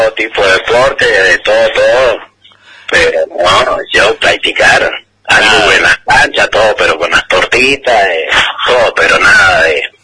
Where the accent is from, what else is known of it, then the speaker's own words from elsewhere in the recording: Argentina; Yo soy argentino, obvio